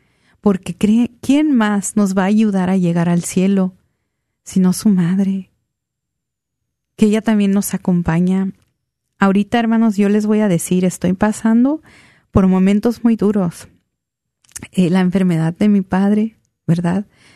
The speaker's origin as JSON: {"language": "Spanish", "country": "Mexico", "said": "por eso tiramos también la casa por la ventana como mexicanos el día 12"}